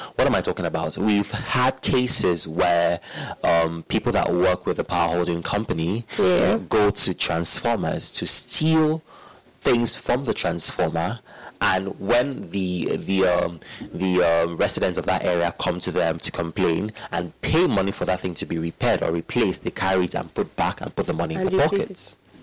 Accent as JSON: {"language": "English", "country": "Nigeria", "said": "As a Nigerian"}